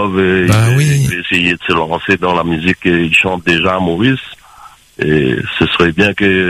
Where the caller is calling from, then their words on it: Saint-Denis, Réunion; Moi, je suis à Saint-Denis.